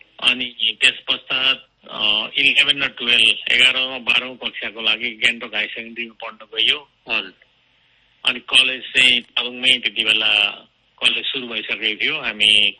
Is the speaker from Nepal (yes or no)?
no; Sikkim, India; म पूर्व सिक्किमको सामदुङ खेसे भन्ने गाउँमा 1965 सालमा जन्म लिएको हुँ।